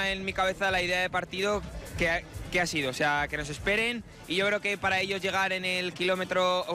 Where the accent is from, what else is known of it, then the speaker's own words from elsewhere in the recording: Madrid, Community of Madrid, Spain; he venido con mis amigos de Aluche, del barrio